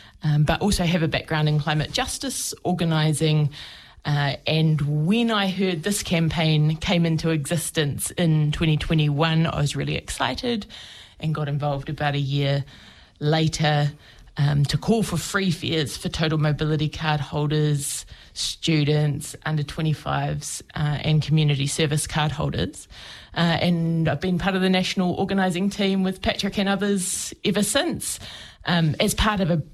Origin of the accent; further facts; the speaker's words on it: Christchurch, Canterbury, New Zealand; now in Wellington, New Zealand; I'm Pākehā. I'm from Christchurch, but live here in Wellington.